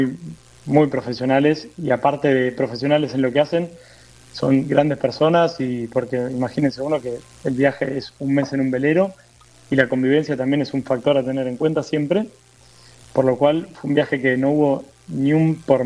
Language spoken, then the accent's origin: Spanish; Buenos Aires Province, Argentina; Somos de las afueras de Buenos Aires.